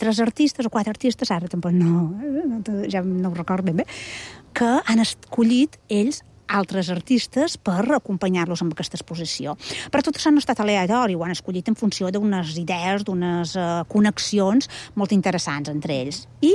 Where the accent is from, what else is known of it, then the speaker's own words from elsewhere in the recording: Balearic Islands, Spain; som menorquina i som professora a la Universitat de Barcelona, a la Facultat de Belles Arts